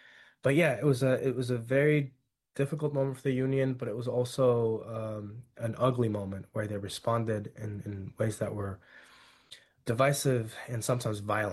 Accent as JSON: {"language": "English", "region": "California", "country": "United States", "tie": "born or raised there", "said": "because I grew up in Central California, the home of the farm workers movement, and everything there harkened back to the 1960s, to Cesar Chavez, to the farm labor struggle. My parents were farm workers."}